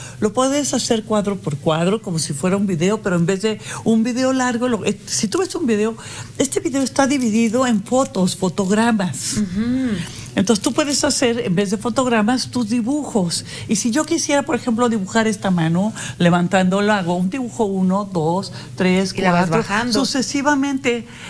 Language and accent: Spanish; Mexico City, Mexico; born there; regreso a Aguascalientes y lo digo de veras de corazón, es mi segunda tierra. Uh-huh. Yo nací allá en la Ciudad de México